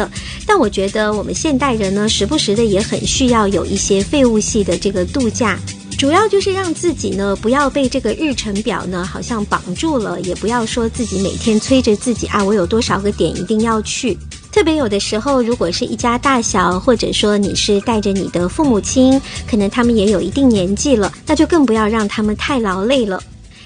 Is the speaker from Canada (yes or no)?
yes; Canada; 像我们加拿大人很喜欢去 Cancun 呢，或者是墨西哥其他的地方